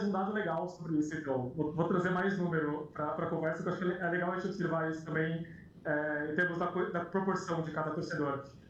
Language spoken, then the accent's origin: Portuguese; Brazil; E eu vou te falar que eu, como brasileiro fã de futebol